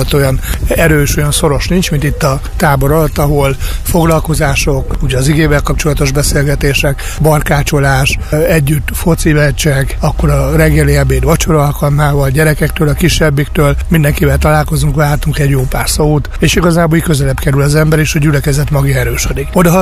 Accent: Nyíregyháza, Szabolcs-Szatmár-Bereg, Hungary; born there; a Nyíregyházi Városi Református Gyülekezet egyik presbitere. Hát egyszerűen ide költöztünk Nyíregyházáról a Sóstóvegyre 13 évesen

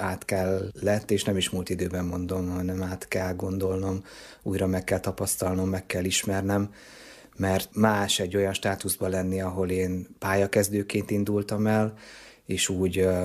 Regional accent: Debrecen, Hajdú-Bihar, Hungary; én itt a Nagyerdei gyülekezetben születtem, itt kereszteltek engem, itt voltam if is.

